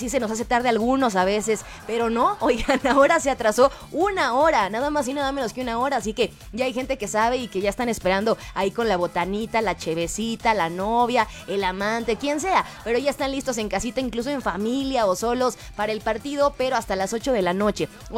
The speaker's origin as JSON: {"language": "Spanish", "country": "Mexico", "said": "pues si somos mexicanos, entonces, oigan, los mexicanos celebramos todo."}